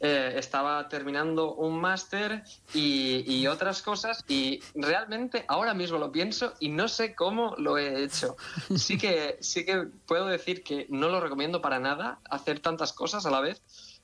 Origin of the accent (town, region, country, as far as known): Tavernes de la Valldigna, Valencian Community, Spain